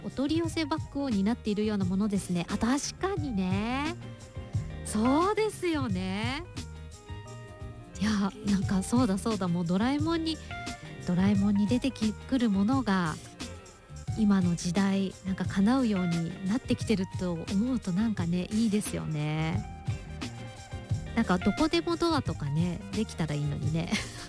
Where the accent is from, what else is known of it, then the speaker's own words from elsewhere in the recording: Fukuoka, Japan; 私も福岡出身なので